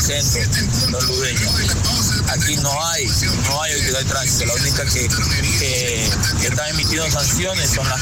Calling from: Guayaquil, Guayas, Ecuador; aquí en Guayaquil

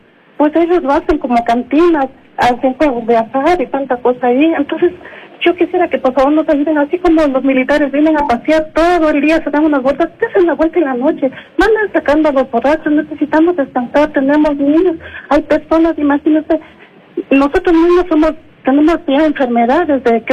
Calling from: Quito, Pichincha, Ecuador; Mire, yo vivo en Solanda, en el sector 2 de Solanda.

